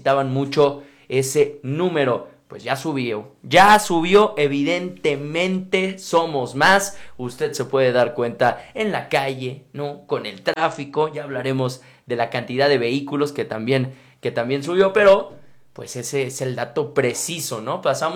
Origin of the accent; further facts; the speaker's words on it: San Luis Potosí, Mexico; now in Jalisco, Mexico; yo soy de San Luis, pero vivo aquí